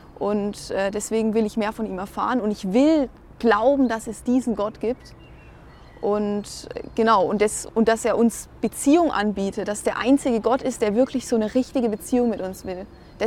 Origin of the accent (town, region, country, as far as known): Regensburg, Bavaria, Germany; born there